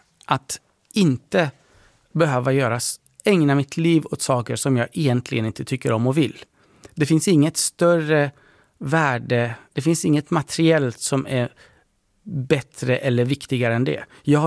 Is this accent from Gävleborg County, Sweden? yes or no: yes; Gävle, Gävleborg County, Sweden; born there; Swedish is a second language; also born or lived in Iran; Jag kom som flykting från Iran till Sverige när jag var 10 år. Och bodde i Gävle.